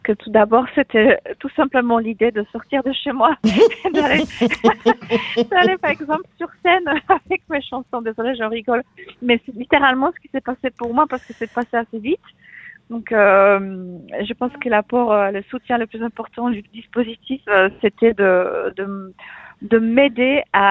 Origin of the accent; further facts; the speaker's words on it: Poland; first language Polish; French is a second language; moved away; je ne parle pas dans ma langue d'origine. Parce que je pense que si j'étais en Pologne et que je devais parler de tout ça en polonais, ça serait peut-être un poil plus difficile.